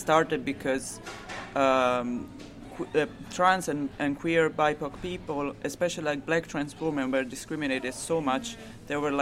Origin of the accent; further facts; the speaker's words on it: Italy; English is a second language; I'm from Italy, and my father's family is from Naples